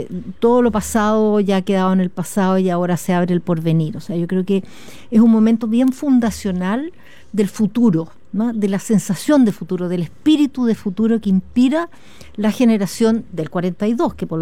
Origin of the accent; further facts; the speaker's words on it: Chile; los chilenos hagamos un esfuerzo